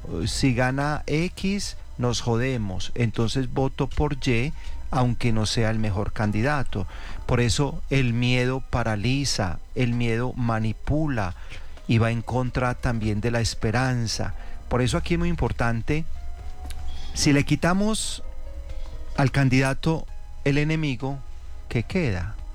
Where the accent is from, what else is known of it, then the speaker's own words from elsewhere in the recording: Colombia; yo como colombiano